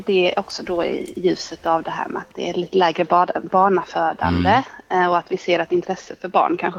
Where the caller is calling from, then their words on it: Lund, Skåne, Sweden; Min bakgrund, jag bor ju i Lund som sagt. Jag är 36 år och jag har barn.